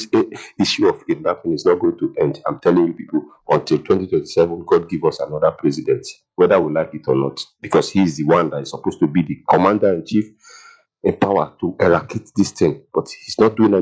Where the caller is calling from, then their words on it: Nigeria; I stand up to talk as a Nigerian